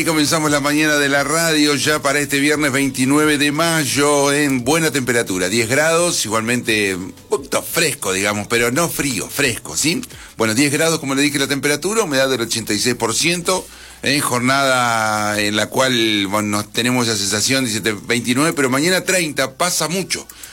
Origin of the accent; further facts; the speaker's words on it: Argentina; Somos bien argentinos